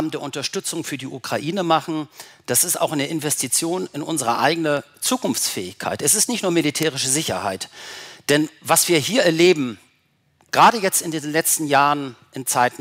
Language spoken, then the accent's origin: German; Germany; Und da können wir uns als Deutsche auch eine Scheibe davon abschneiden.